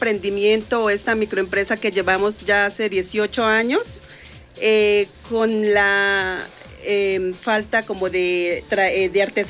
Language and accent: Spanish; Firavitoba, Boyacá, Colombia; vengo de Firavitoa, Boyacá